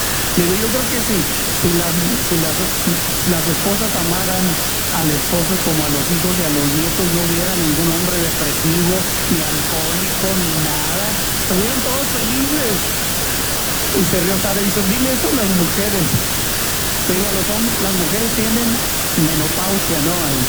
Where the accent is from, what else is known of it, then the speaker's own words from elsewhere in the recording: Mexico; como buen mexicano, bromista, ¿no?